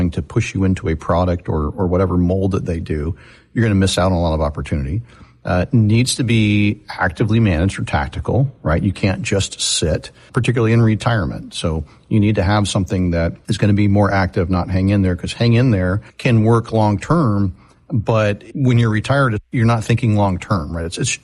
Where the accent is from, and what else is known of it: Florida, United States; born or raised there